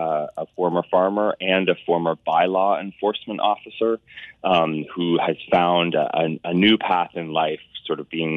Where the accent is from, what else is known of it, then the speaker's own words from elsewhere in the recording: Glencoe, Ontario, Canada; I grew up just down the road. I grew up outside of Glencoe, Ontario.